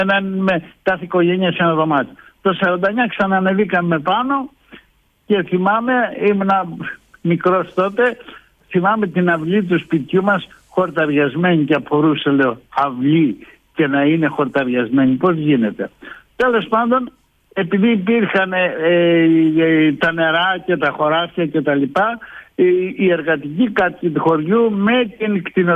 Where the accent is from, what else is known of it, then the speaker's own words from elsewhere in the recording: Vargeni, Greece; moved away; also born or lived in United States; εγώ γεννήθηκα στη Βάργενη, τέλειωσα το δημοτικό σχολείο της Βάργενης